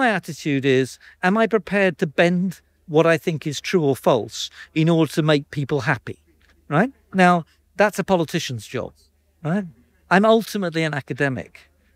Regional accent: Essex, East of England, United Kingdom; I came from Essex

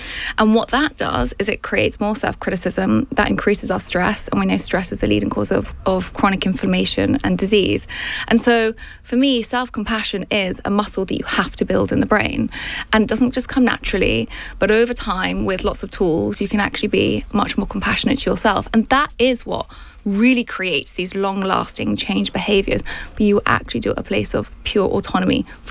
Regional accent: Portsmouth, South East England, United Kingdom; moved away; also born or lived in New York; And I was from Portsmouth, and these things just didn't happen.

